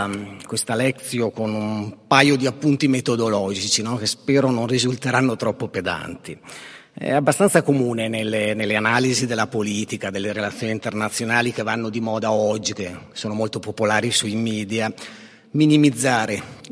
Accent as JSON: {"language": "Italian", "region": "Trentino-Alto Adige", "country": "Italy", "moved": "yes", "said": "io non sono originario della Val di Fiemme, sono della Val di Fiemme, nel senso che alla fine sono radici che rimangono e che non si perdono."}